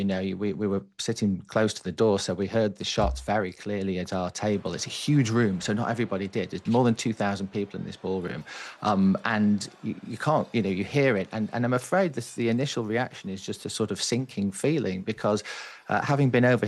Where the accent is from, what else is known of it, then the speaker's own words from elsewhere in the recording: United Kingdom; moved away as an adult; now in Washington, D.C., United States; I'm obviously a Brit working in DC